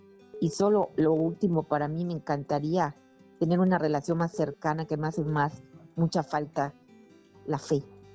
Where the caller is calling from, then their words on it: Progreso, Yucatán, Mexico; de Progreso, Yucatán